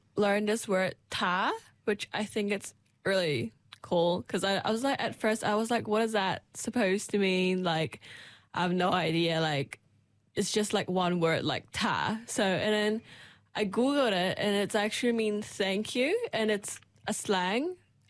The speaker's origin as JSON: {"language": "English", "country": "Hong Kong", "first_language": "Cantonese", "said": "I would say English is also my mother tongue, but not as Cantonese as well, because in every day in Hong Kong, I do speak mostly Cantonese. So these two language, I would say I was most fluent in. And for Mandarin, I kind of learned that in primary school in Hong Kong."}